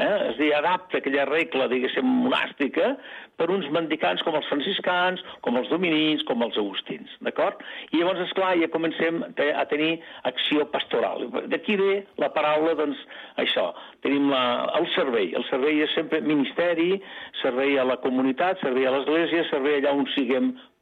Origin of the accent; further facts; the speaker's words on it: Bellcaire d'Urgell, Catalonia, Spain; moved away as an adult; also born or lived in Lleida / Tàrrega / Terrassa / Barcelona; now in Olot, Spain; Jo sóc fill de Lleida. Lleida, i vaig néixer justament a la capital. La meva família és una família de pagesos, de la plana d'Urgell. El meu poble és Bellcaire d'Urgell. El que passa que jo he estudiat sempre a Terrassa i a Barcelona i he viscut molts anys també a Terrassa i a Barcelona.